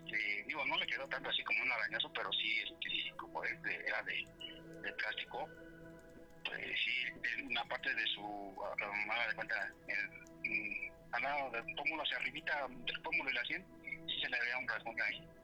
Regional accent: Tepito, Mexico City, Mexico

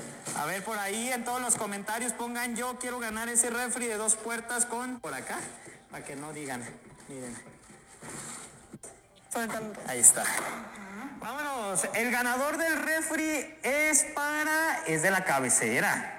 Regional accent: Peribán, Michoacán, Mexico; Ay, señores, yo soy de Peribán, no de Los Reyes.

